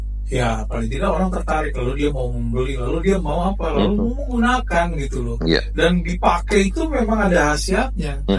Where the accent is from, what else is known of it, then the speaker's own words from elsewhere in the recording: Sumatra, Indonesia; kita sebagai orang Sumatera